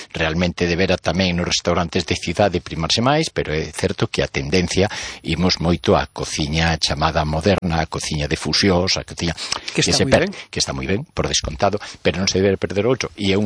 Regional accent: Galicia, Spain; sendo os galegos moi amantes da boa mesa, do mantel e do bo viño, a percepción que teño é que a veces somos perezosos para desplazarnos

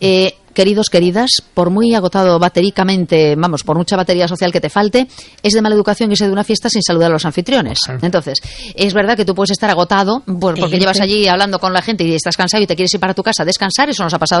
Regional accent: A Coruña, Galicia, Spain; Yo, sí, yo, no sabían que era de Coruña. Sí, soy yo y tal.

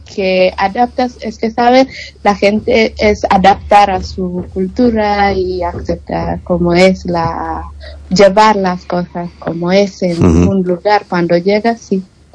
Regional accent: Eldoret, Uasin Gishu County, Kenya; Spanish is a second language; now in Galicia, Spain; venimos de este lugar que se llama El Doret, la ciudad.

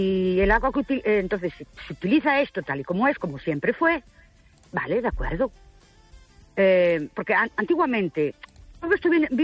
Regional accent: Ourense, Galicia, Spain; Buenas noches … de Urense.

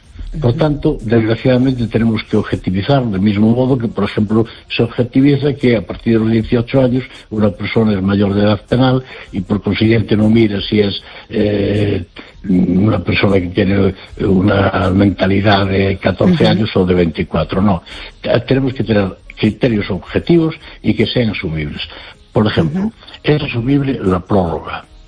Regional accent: Madrid, Community of Madrid, Spain

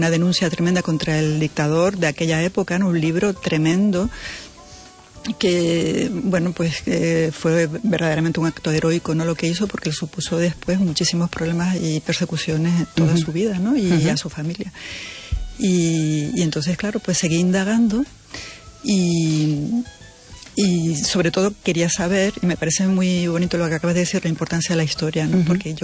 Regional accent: Canary Islands, Spain; De la isla de Gran Canaria.

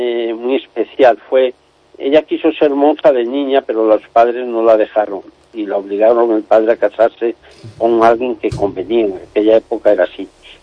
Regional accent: Santillana del Mar, Cantabria, Spain; moved away; yo soy cántabro, he estado muchos años fuera.

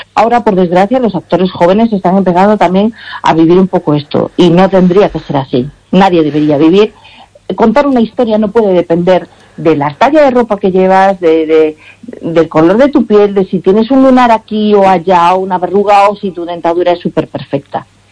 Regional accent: Galicia, Spain; yo soy mestiza también y, sí, y mi padre es de origen marroquí, mi madre es ourensana, y bueno, yo me crié aquí y nací aquí y toda mi vida la he hecho aquí, ¿no? Y entonces, pues en ese sentido es como me siento muy gallega.

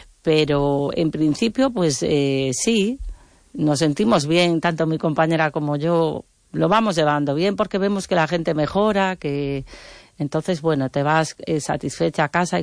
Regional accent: Pontevedra, Galicia, Spain; nací en Pontevedra y en el entorno donde yo vivía, en Campolongo, recuerdo en los años 80, siendo muy pequeña

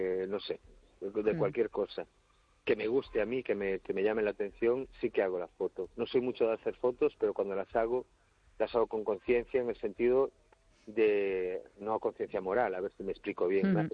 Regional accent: Cangas, Galicia, Spain; de cuando vivíamos de mi infancia en Masó y allí en Cangas, que la recuerdo con un cariño

